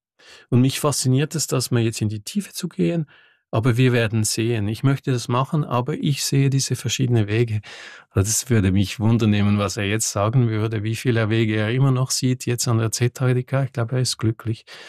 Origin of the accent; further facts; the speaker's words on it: Switzerland; Ich bin am Genfersee aufgewachsen